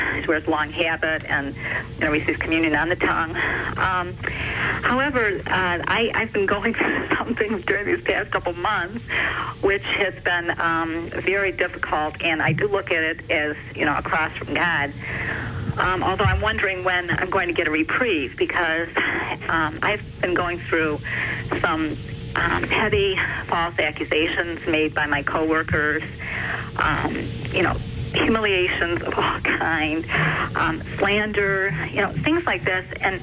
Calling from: Livonia, Michigan, United States; I'm calling from Livonia, Michigan

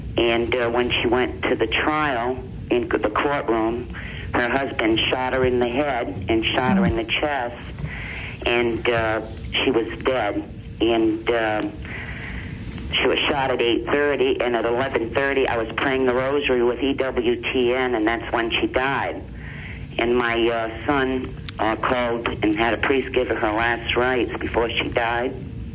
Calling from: Middletown, Rhode Island, United States; from Middletown, Rhode Island.

